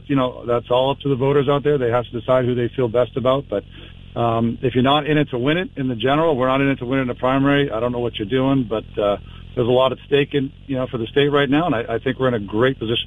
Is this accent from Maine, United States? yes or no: yes; Maine, United States; I grew up in Maine. My wife grew up in Maine. Our kids did. They all went to the same high school I did. We still have one in school. So we're experienced with, you know, real life in Maine from our whole childhood here and our kids' childhood here.